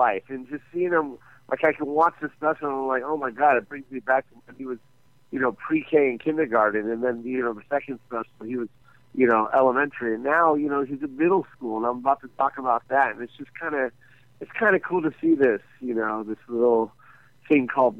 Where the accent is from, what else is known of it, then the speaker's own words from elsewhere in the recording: Las Vegas, Nevada, United States; And then that's my hometown too.